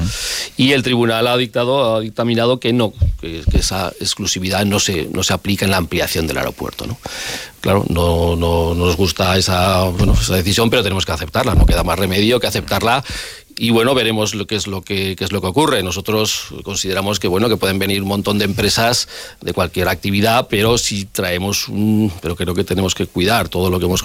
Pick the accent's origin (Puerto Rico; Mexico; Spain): Spain; Aragon; porque nosotros somos ya maños, muchos ya somos, y somos persistentes y constantes.